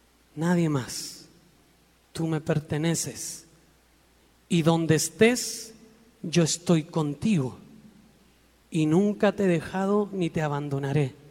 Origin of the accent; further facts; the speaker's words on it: Chile; moved away as an adult; now in Mexico; Yo nací en Chile, le agradezco a mi país, a mi tierra el darme la vida, los amigos, la familia que me dio